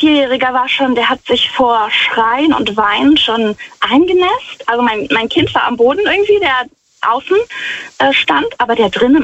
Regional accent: Wittlich, Rhineland-Palatinate, Germany; Ich bin aus der Nähe von Wittlich.

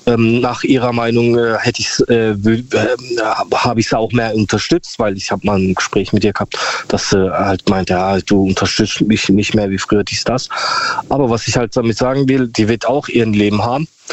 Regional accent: Karlsruhe, Baden-Württemberg, Germany; Ich komme aus Karlsruhe.

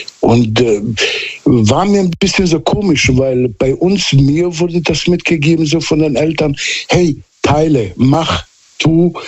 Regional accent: Southern Germany, Germany; also ich bin quasi auf dem Dorf aufgewachsen in Süddeutschland. Da war die Welt ein bisschen anders und komischerweise heute ist das immer noch so.

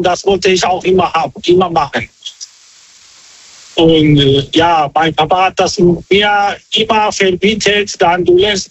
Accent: Georgia; Ich komme aus Georgien.

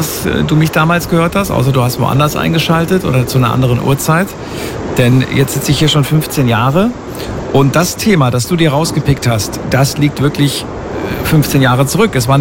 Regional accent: Frankfurt, Hesse, Germany; Aus meinem Hometown, cool.

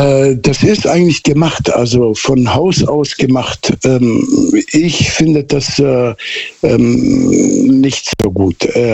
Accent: Southern Germany, Germany; born or raised there

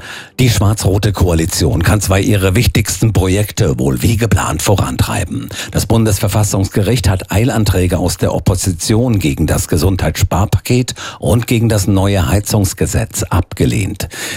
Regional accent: Rhineland-Palatinate, Germany; Ich komme aus der Südpfalz.

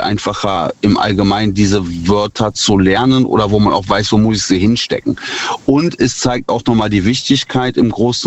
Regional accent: North Rhine-Westphalia, Germany; Ich bin aus der Nähe von Bonn.

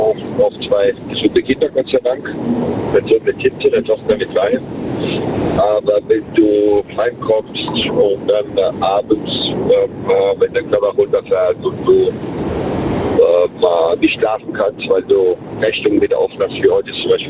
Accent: Worms, Rhineland-Palatinate, Germany; born there; Und ich bin zwar in Worms geboren, meine Eltern sind Sizilianer oder Emigranten gewesen damals.

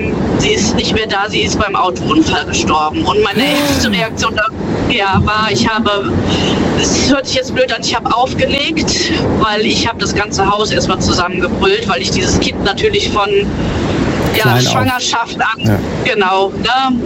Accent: Hennef, North Rhine-Westphalia, Germany; Hennef. Ich komme aus Hennef.

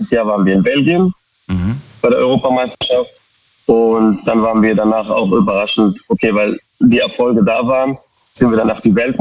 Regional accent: Koblenz, Rhineland-Palatinate, Germany; Aktuell bin ich auf der Rückfahrt von Pforzheim und wir kommen aus Koblenz.

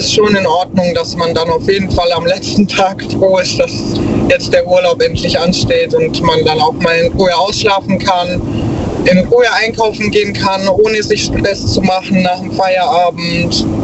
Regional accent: Ulm, Baden-Württemberg, Germany; born there; Ich bin sehr gerne auch in meiner Heimat. Ich bin ja hier in Ulm auch geboren und ich bin super gerne hier.

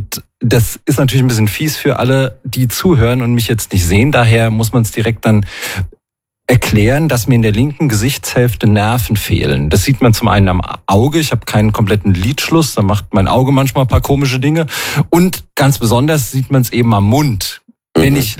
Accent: Nackenheim, Rhineland-Palatinate, Germany; also born or lived in Mainz; Ich komme aus Mainz, ursprünglich aus Nackenheim, aus deinem Nachbarort.

